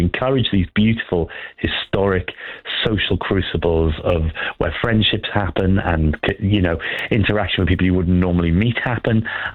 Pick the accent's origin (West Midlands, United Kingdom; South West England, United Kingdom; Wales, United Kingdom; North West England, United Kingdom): Wales, United Kingdom; now in London, United Kingdom; I come from Wales, and a lot of people say, how can you live in London?